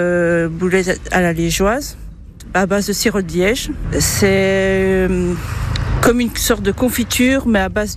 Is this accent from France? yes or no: no; Luxembourg; Et nous venons de Luxembourg. Très joli pays que pas beaucoup de personnes visitent, malheureusement.